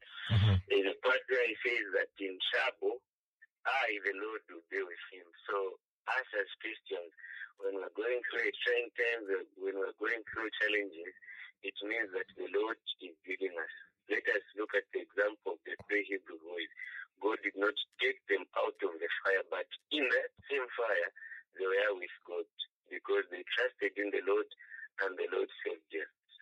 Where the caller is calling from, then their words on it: Lusaka, Lusaka Province, Zambia; calling you from within Lusaka.